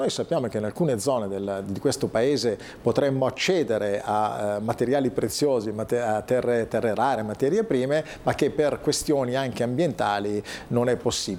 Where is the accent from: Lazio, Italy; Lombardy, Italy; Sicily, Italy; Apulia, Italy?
Lombardy, Italy; Como; Vi dico che da Comasco, ancorché insomma diciamo da legislatore